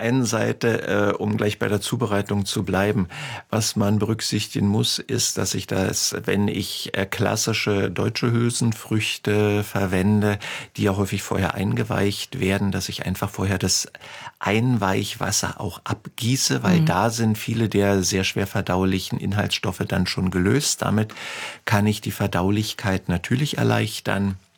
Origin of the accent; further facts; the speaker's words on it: Berlin, Germany; Ich komme ja nun aus Berlin, bei uns gibt's den Erbsbrei klassisch auch zum Eisbein.